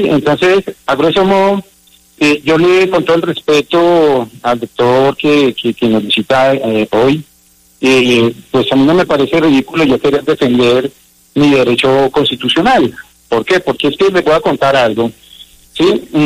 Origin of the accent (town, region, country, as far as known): Colombia